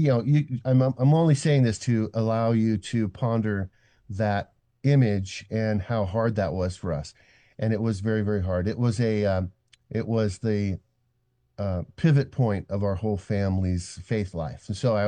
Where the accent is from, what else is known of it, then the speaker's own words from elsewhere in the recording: Eugene, Oregon, United States; I was born and raised in Eugene, Oregon. My parents are from Butte, Montana.